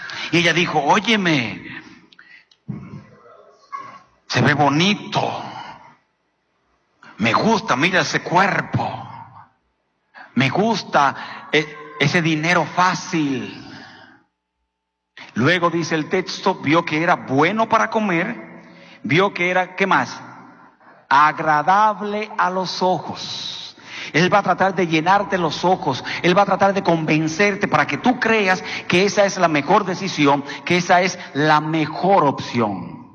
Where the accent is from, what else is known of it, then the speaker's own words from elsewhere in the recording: Dominican Republic; Igualmente en mi país, República Dominicana le vende alimentos a Haití y Haití le vende a República Dominicana ropa, productos